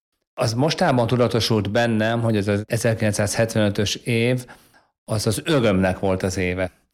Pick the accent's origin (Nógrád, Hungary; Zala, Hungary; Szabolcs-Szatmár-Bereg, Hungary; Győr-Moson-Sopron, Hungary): Nógrád, Hungary; Felsőpetény; Egy kicsiny faluból származom, Nógrád megyéből, Felső-Petényből, ami arról híres, hogy Mindszenty bíboros úr ott raboskodott 55-56-ban